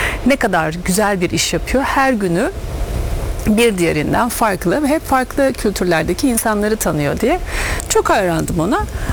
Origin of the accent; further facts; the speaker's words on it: Istanbul, Turkey; born there; İstanbul doğumluyum.